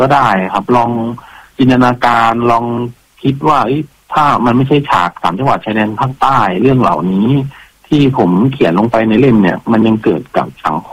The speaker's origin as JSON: {"language": "Thai", "region": "Saraburi", "country": "Thailand", "tie": "born or raised there", "said": "เขาเป็นคนสระบุรีเหมือนกับผมคือผมเมื่อเกิดที่สระบุรี"}